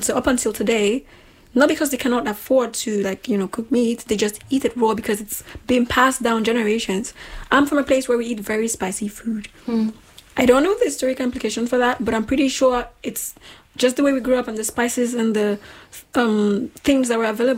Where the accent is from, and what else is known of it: Nigeria